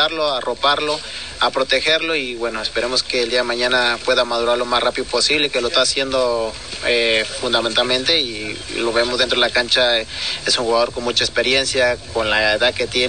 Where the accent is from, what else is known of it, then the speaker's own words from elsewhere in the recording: Mexico; realmente somos muy pocos mexicanos con ese gran nivel